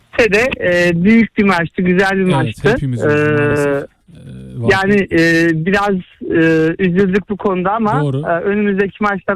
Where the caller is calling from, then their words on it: Istanbul, Turkey; Ümraniye'den arıyorum.